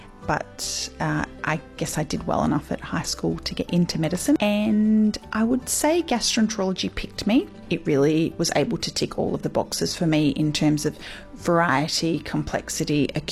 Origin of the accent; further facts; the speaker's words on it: Queensland, Australia; I grew up in North Queensland, and I really felt the effects of there being a paucity of doctors and specialists available.